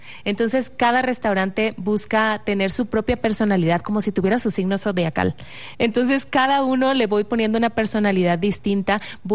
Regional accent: Comalcalco, Tabasco, Mexico; now in Mexico City, Mexico; Siempre la cocina tabasqueña es inspiración, es mi raíz, es donde yo crecí, donde yo comí todos los primeros años de mi vida

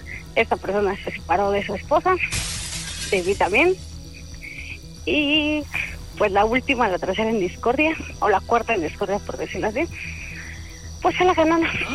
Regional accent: Ecatepec, State of Mexico, Mexico; Tengo 31 años y de Ecatepec.

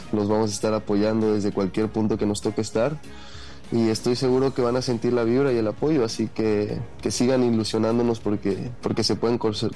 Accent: Mexico; Sinceramente, como mexicano y como aficionado del fútbol

